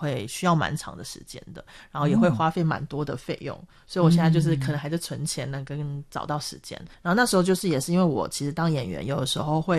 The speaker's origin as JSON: {"language": "Chinese", "country": "Japan", "second_language": "Chinese", "said": "对，然后我是一个日本人"}